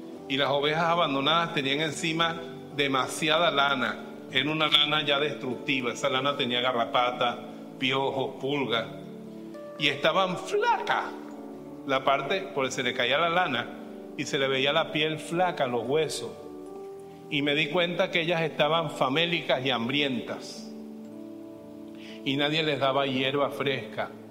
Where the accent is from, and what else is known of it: Venezuela